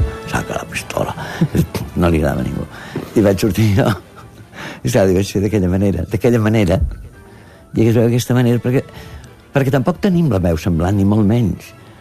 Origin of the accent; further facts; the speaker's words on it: Catalonia, Spain; jo sóc català